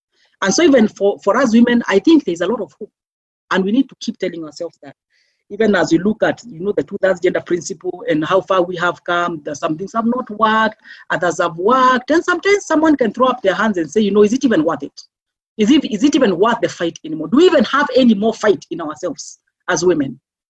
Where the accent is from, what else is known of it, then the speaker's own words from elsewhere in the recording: Meru, Meru County, Kenya; English is a second language; I grew up a country in Meru. And would go to the river sometimes